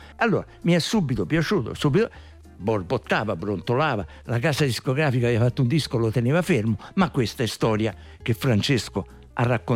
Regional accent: Naples, Campania, Italy; moved away; per me è stato un ritorno, essendo io napoletano.

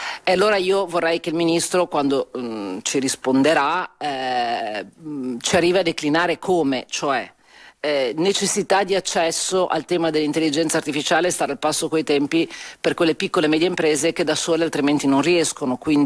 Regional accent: Liguria, Italy; parlo anche da Ligure

